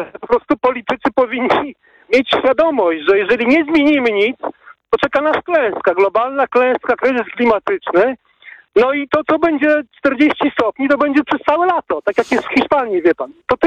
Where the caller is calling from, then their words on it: Gdańsk, Pomeranian Voivodeship, Poland; Ja mieszkam na zachodnich rubieżach Gdańska, gdzie jeszcze w 72 roku był powiat kartuski, taka Gdańsk-Okoski to się nazywa, czyli przedmieścia.